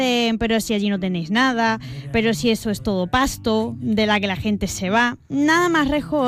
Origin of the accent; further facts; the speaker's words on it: Extremadura, Spain; Espero que hoy todos tengan un hueco para celebrar con los suyos que somos extremeños y extremeñas, para reivindicar lo increíble que es nuestra tierra.